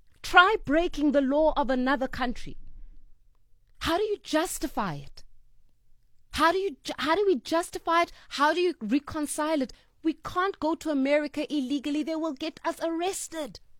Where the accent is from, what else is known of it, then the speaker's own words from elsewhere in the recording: South Africa; I know as a South African citizen